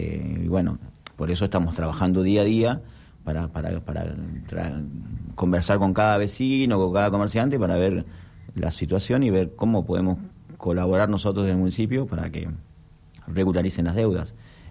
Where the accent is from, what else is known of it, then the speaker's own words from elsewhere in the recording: Trelew, Chubut, Argentina; somos todos ciudadanos de Trelew